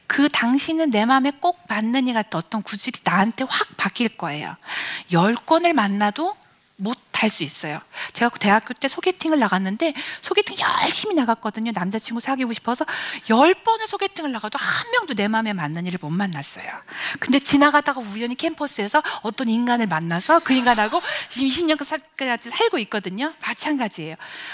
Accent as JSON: {"language": "Korean", "town": "Gongju", "region": "South Chungcheong", "country": "South Korea", "tie": "born there", "said": "저는 충남 공주에 있는 어떤 연탄집 새빵에서 태어났습니다."}